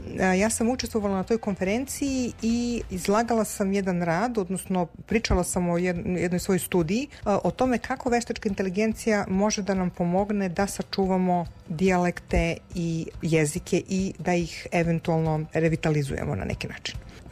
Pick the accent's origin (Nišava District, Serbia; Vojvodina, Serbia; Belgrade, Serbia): Nišava District, Serbia; Niš; moved away as an adult; now in Chicago, United States; Ja sam inače rođena Nišlika, rođena sam i živala u Niš do pre nekih 10 godina kada sam se preselila sa porodicom u Chicago, u Sjedinjene Američke Države.